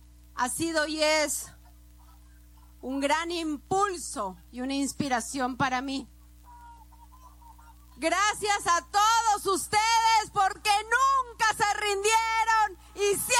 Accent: Peru; así somos los peruanos, nunca nos rendimos.

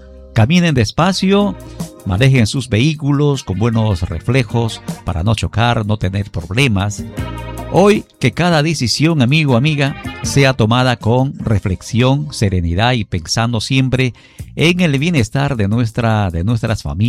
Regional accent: Peru

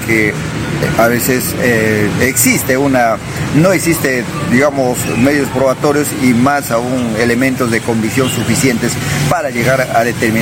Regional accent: Aucaloma, San Martín, Peru; es mi paisano también, yo soy de Aucaloma

